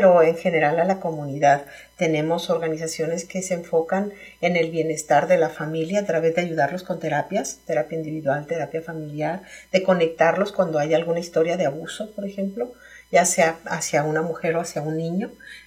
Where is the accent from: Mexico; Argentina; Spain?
Mexico; como mexicanos que somos